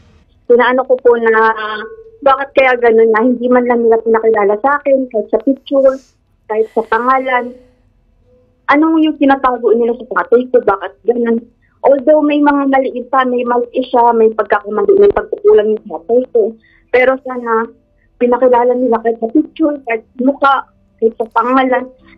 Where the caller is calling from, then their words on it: Rizal, Calabarzon, Philippines; ng Rizal.